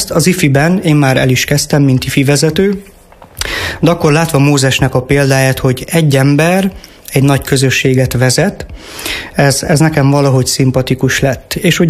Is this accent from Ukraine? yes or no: yes; Fornos, Zakarpattia Oblast, Ukraine; also born or lived in Szerencs, Hungary; now in Hernádnémeti, Hungary; Magam is ugye olyan közegből jövök az én kárpátai fornosi anyagyülekezetemből, ahol tulajdonképpen az ifiben nőttem fel